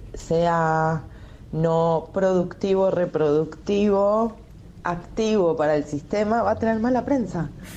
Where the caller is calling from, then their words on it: Buenos Aires, Argentina; de Floresta.